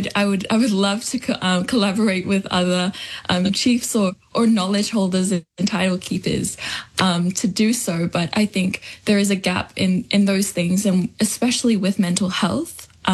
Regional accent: Samoa; o lo ingo o … I hail from the villages of Mulifanoa, Vainganga, and Vaiusu.

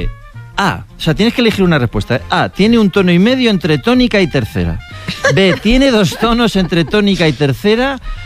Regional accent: Medina de Pomar, Castile and León, Spain; pues en mi pueblo, sí, Nieves, sí, en Medina, sí, de Pomar.

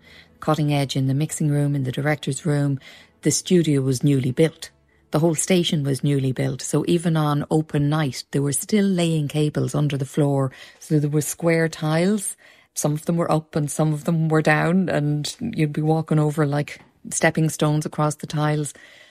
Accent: Dublin, Leinster, Ireland; I was coming from Dublin with learned Irish. I was not a native speaker.

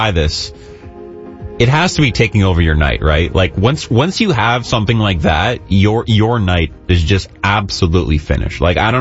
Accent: Toronto, Ontario, Canada; This fast food restaurant was a massive part of my childhood growing up in Toronto. And there was one down in the beaches where I'm from on Queen Street.

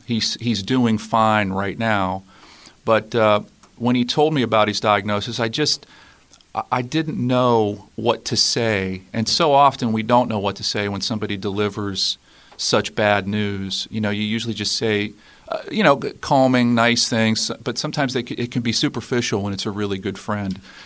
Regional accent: Weirton, West Virginia, United States; now in Pittsburgh, United States; I'm from Weirton originally, and but I've been living in Pittsburgh for the last, I don't know, 26, 27 years.

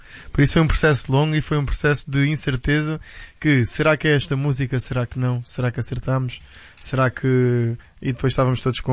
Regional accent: São Brás de Alportel, Algarve, Portugal; na minha terra, no Algarve, em São Brás do Portel

